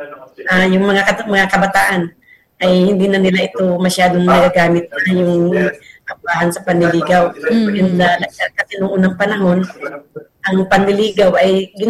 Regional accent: Mimaropa, Philippines; dito sa amin sa Oriental Mindoro

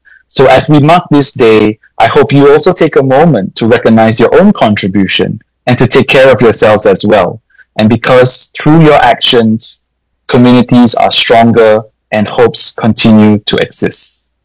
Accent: Malaysia; I'm originally from Malaysia.

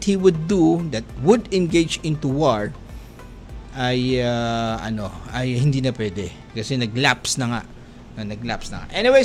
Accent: Mindanao, Philippines; One of my fascination being a Muslim, being a Filipino Muslim, being a Maranao, na tila baga, uy, grabe ah.

